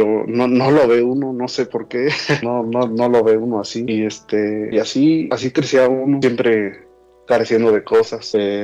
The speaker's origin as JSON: {"language": "Spanish", "town": "Ciudad Hidalgo", "region": "Michoacán", "country": "Mexico", "said": "Soy originario de México, de Ciudad Hidalgo, Michoacán"}